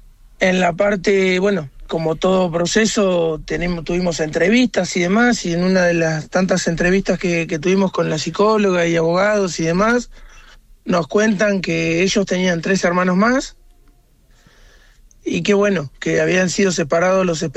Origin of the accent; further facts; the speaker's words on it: Henderson, Buenos Aires Province, Argentina; Somos de Henderson, provincia de Buenos Aires.